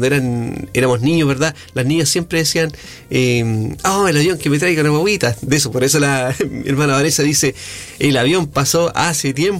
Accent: Chile; a nosotros que somos chilenos.

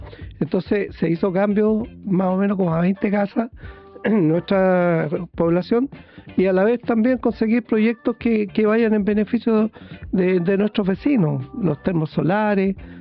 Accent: La Serena, Coquimbo, Chile; born there; also born or lived in Potrerillos, Atacama, Chile; now in Vicuña, Chile

